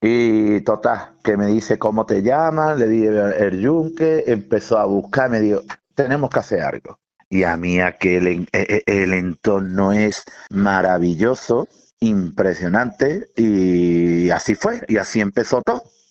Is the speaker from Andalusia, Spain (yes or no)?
yes; Andalusia, Spain; Yo soy de Belén, Málaga.